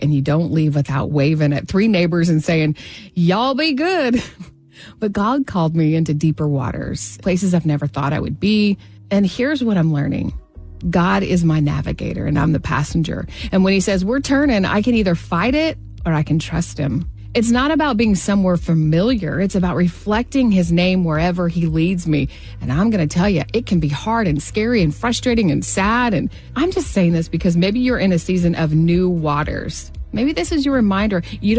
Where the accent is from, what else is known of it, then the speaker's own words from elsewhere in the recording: Bible Belt, United States; I grew up in the Bible Belt.